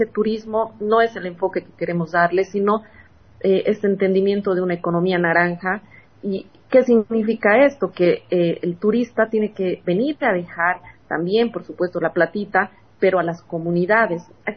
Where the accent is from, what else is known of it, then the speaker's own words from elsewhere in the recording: Tarija, Bolivia; Y tenemos 11 municipios, además con una diversidad. Tenemos altiplano y Chaco.